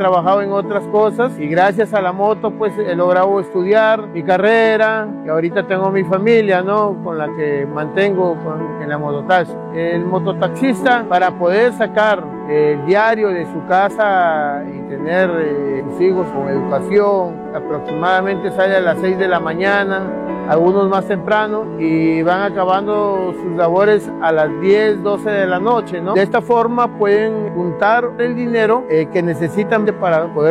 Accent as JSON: {"language": "Spanish", "region": "Piura", "country": "Peru", "said": "vengo de la ciudad de Piura."}